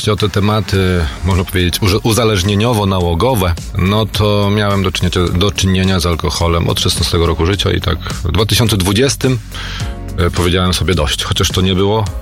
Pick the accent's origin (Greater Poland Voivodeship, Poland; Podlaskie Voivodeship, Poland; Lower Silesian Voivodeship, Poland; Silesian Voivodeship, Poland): Podlaskie Voivodeship, Poland; Białystok; A ja z Białegostoku jeszcze jestem.